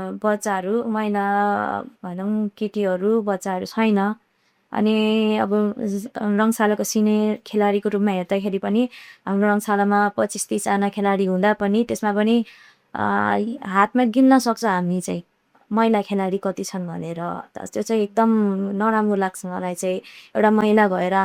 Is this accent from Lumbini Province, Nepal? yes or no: yes; Nepalgunj, Lumbini Province, Nepal; नेपालगञ्ज भनेको म यहीँ जन्मेको यहीँ हुर्केको अहिलेसम्म यहाँ पढाइ पनि यहीँ सकाएँ